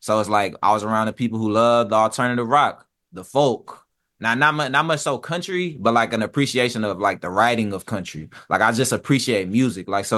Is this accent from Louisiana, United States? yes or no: yes; Louisiana, United States; I'm from Louisiana, so it's like the jazz is engraved in me.